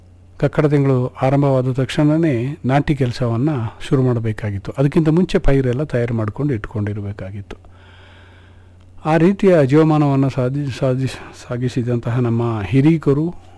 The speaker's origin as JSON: {"language": "Kannada", "area": "Kodagu", "region": "Karnataka", "country": "India", "said": "ನಮ್ಮ ಕೊಡಗು ಜಿಲ್ಲೆಯಲ್ಲಿ ಏಕಕೃಷಿಯನ್ನು ಮಾತ್ರ ಮಾಡುವಂಥ ಪದ್ಧತಿ ಇದೆ."}